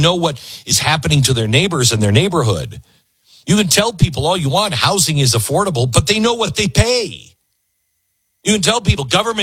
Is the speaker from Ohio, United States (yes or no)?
no; Mount Vernon, Washington, United States; I grew up on the West Coast. I grew up in, don't hold this against me, I grew up in the Seattle area, Mount Vernon, Washington, a little teeny town north of Seattle.